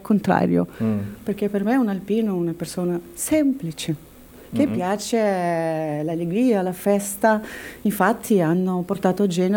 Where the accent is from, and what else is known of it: Saint Petersburg, Russia; accent: Russian; Italian is a second language; moved away as an adult; now in Italy